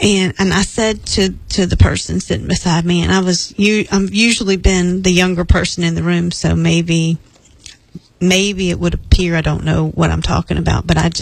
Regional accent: Charleston, South Carolina, United States; because I'm from Charleston, so everybody talks real Southern and slow.

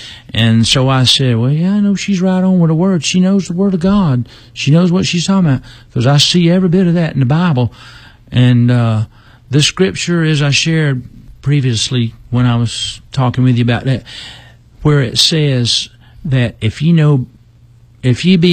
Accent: Beech Island, South Carolina, United States; every church in Beach Island in my hometown

